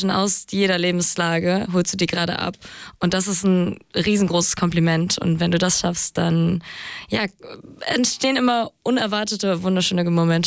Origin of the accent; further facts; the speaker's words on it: Hamburg, Germany; du hast es ja schon gerade gesagt, ich habe meine Gitarre dabei. Also ich mache Musik und ich komme aus Hamburg